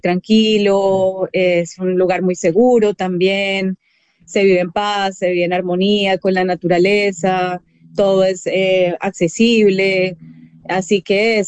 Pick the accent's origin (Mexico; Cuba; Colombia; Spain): Colombia; now in Uruguay; Bueno, yo soy de Colombia, mi compañero es de Argentina y bueno, terminamos acá en Uruguay.